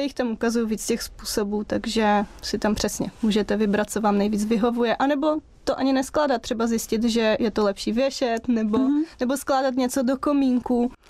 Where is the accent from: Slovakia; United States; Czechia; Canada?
Slovakia; Já mám 4 ségry a vždycky jsme dělali sobotné upratování, my jsme Slováci.